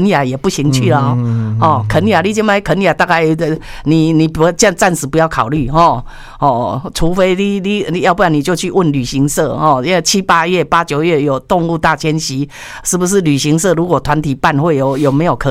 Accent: Taiwan; 我们台湾人

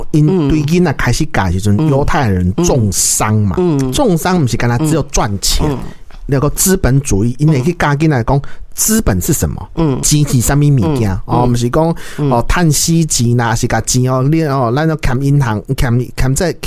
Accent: Taiwan; 我们台湾人

